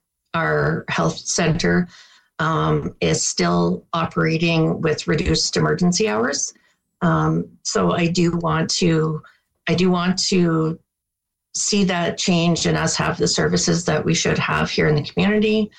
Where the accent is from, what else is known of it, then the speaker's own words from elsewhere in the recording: Saskatchewan, Canada; But for me, I didn't. I come from Saskatchewan.